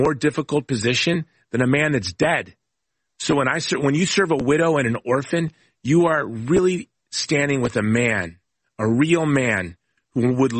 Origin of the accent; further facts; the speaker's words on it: United States; we as American Christians